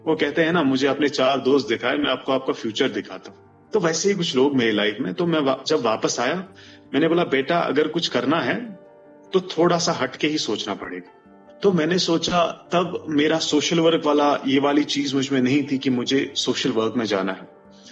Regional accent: Bandipora, Jammu and Kashmir, India; अपना जो टाउन था बांडीपोरा, वहां एक हायर सेकेंडरी थी और मुझे मौका मिला, मैं गांव से टाउन की तरफ आ गया।

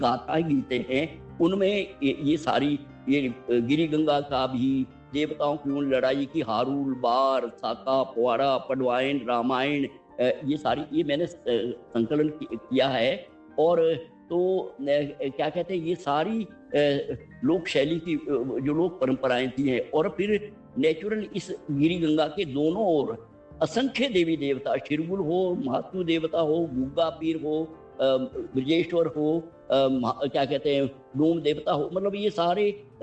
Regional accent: Himachal Pradesh, India; यहाँ मेरे गांव के नजदीक बलग गांव है

